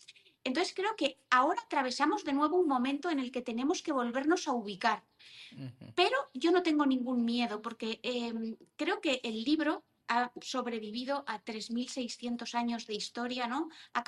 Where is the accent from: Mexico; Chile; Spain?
Spain; Valencia, Valencian Community; now in Madrid, Spain; yo soy valenciana